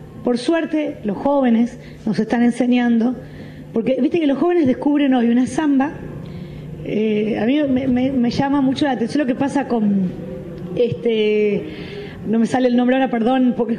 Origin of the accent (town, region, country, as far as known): Santa Fe, Argentina